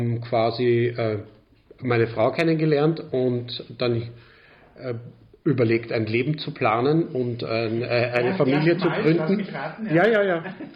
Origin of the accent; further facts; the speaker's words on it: Vienna, Austria; born there; also born or lived in Anatolia, Turkey; Mit 18 Monaten bin ich am Flughafen Schwechat gelandet. Mein Vater war schon hier und hat uns dann nachgeholt, die Mama und mich und seine zwei Geschwister, die bei uns gelebt haben. Und seitdem bin ich eigentlich in Wien.